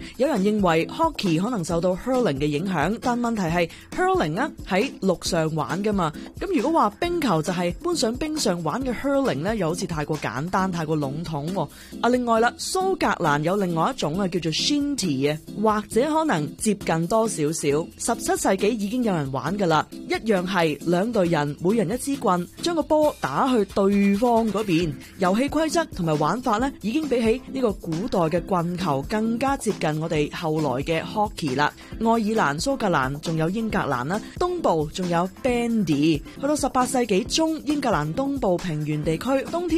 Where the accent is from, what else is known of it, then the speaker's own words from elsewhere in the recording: Canada; 其中篮球我哋好肯定可以讲啊，系我哋加拿大人 Naismith 发明噶嘛。